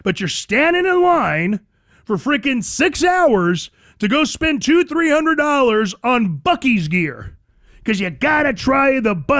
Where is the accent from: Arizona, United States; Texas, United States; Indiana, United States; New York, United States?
Arizona, United States; moved away; I'm from Arizona